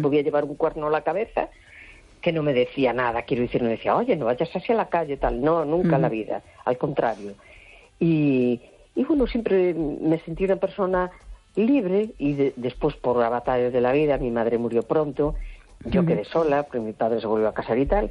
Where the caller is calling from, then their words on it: A Coruña, Galicia, Spain; Hola, buenas noches. … de La Coruña.